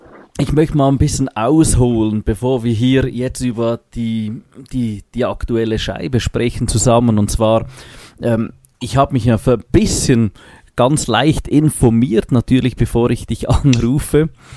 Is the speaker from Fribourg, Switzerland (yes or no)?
no; Basel, Basel-Stadt, Switzerland; Das finde ich ziemlich lustig, weil ich ja ursprünglich auch von da bin. Ich komme ursprünglich aus Basel.